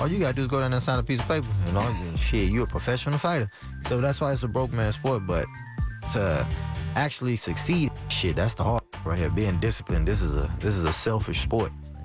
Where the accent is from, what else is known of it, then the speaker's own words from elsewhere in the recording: United States; I'm a proud Northside. But I'm born and raised on the North